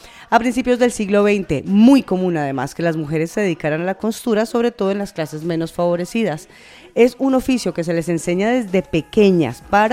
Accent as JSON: {"language": "Spanish", "country": "Colombia", "said": "en mi tierra, en Colombia"}